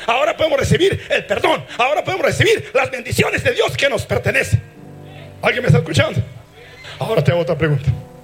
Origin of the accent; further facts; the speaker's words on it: United States; moved away; yo fui criado en Estados Unidos.